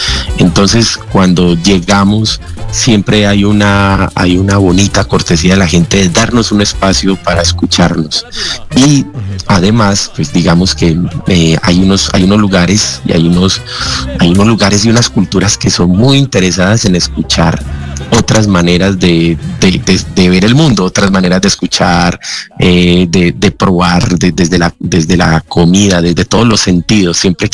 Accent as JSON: {"language": "Spanish", "country": "Colombia"}